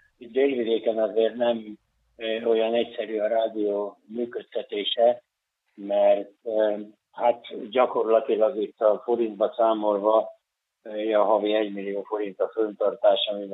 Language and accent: Hungarian; Somogy, Hungary; Ugye mifelénk Somogyba, ahonnan én származom, ugye az a mondás járja